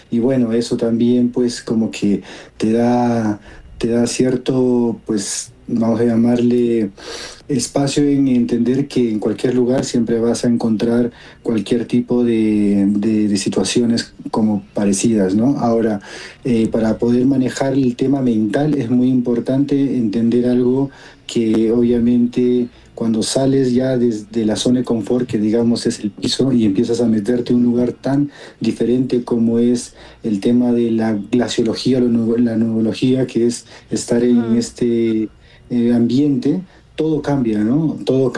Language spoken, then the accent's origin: Spanish; Huaraz, Ancash, Peru; yo soy de Huaraz, natural de las montañas más altas del Perú. Ahí atrás todo ese es mi patio prácticamente